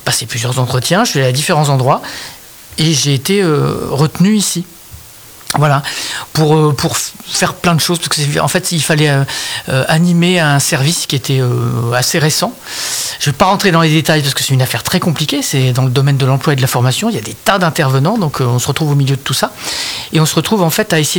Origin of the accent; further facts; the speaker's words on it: Normandy, France; moved away as an adult; also born or lived in Rouen; now in Clamecy, France; Je viens de Normandie, en fait, à la base. Donc j'ai passé du temps à Rouen. J'ai habité à Rouen pendant 12 ans.